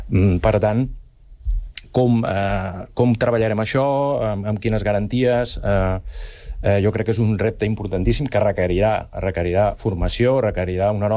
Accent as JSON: {"language": "Catalan", "town": "Sant Cugat del Vallès", "region": "Catalonia", "country": "Spain", "said": "jo per exemple soc de Volpelleres, visc a Volpelleres, i costa veure efectius a peu."}